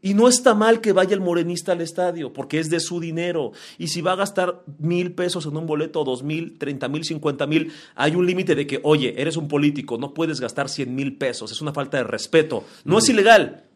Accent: Mexico

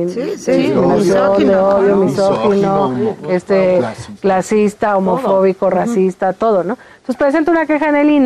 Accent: Mexico; yo pienso que hay que reflexionar, más allá de quienes creemos en la 4T, como mexicanas y mexicanos, ¿no?

